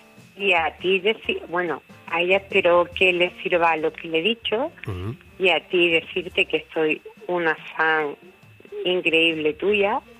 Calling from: Medina-Sidonia, Andalusia, Spain; soy de Medina Sidonia.

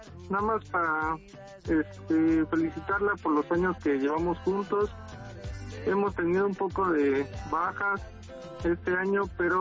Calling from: Ecatepec, State of Mexico, Mexico; Aquí por Ecatepec

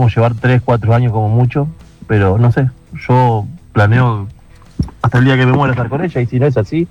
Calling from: Lanús, Buenos Aires Province, Argentina; de Lanús.

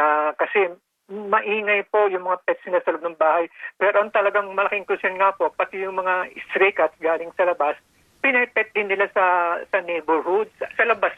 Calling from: Quezon City, Metro Manila, Philippines; Taga Quezon City po ako and nakatira po kami sa isang condominium complex po na gated.

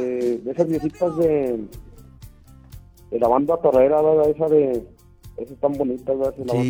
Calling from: Zacatecas, Mexico; Yo soy de las Catarinas.

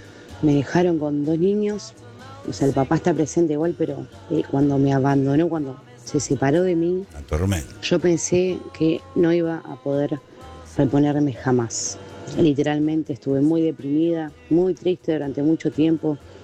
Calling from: Mataderos, Buenos Aires, Argentina; de Mataderos. Estoy trabajando acá en un restaurante en Palermo, a pesar del feriado.

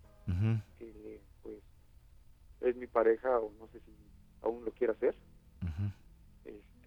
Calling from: Tultepec, State of Mexico, Mexico; Soy de Tultepec.

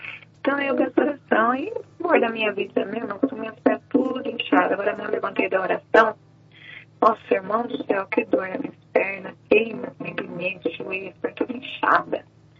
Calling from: Brazil; Aí eu venho aqui, né, pra Vila Industrial. E eu acho que desde 2000, irmão. Eu mudei pra cá. Mudei pra cá dia 13 de agosto de 2000.

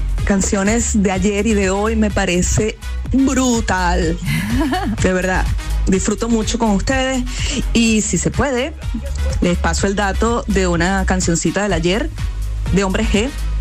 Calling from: Valencia, Valencian Community, Spain; Aquí escuchándolos desde mi estudio en casa, en Valencia.

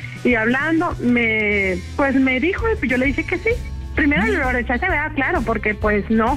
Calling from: Monterrey, Nuevo León, Mexico; Sí, soy regia.

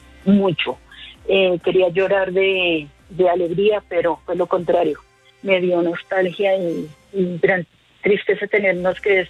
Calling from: Chiquinquirá, Boyacá, Colombia; Yo llamo desde Bogotá, soy de Chiquinquirá, pero estoy pasando vacaciones aquí en Bogotá.

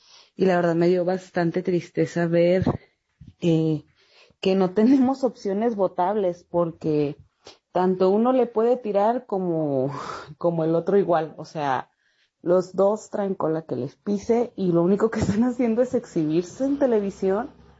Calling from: Tlajomulco de Zúñiga, Jalisco, Mexico; desde Tlajomulco.

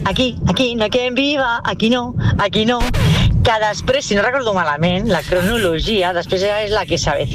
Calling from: Sabadell, Catalonia, Spain; de Sabadell.

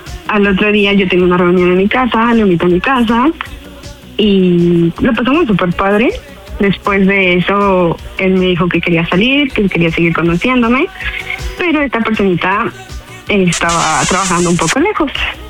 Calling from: State of Mexico, Mexico; Tengo 36 años y soy del Estado de México.

